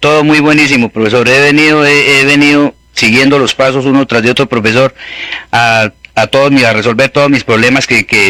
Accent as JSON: {"language": "Spanish", "town": "Campohermoso", "region": "Boyacá", "country": "Colombia", "said": "Vengo de la vereda Palmichal, aquí de Los Cedros, municipio Campo Hermoso."}